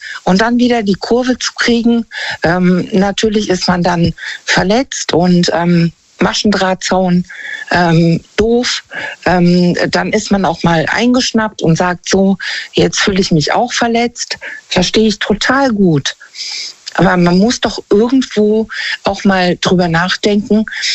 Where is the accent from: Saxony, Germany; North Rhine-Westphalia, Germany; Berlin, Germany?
North Rhine-Westphalia, Germany; Bonn; Aus der Nähe von Bonn.